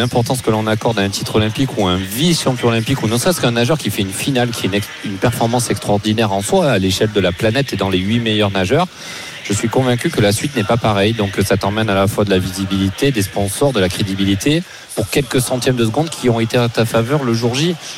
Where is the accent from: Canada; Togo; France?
France; chez nous en France, à Paris.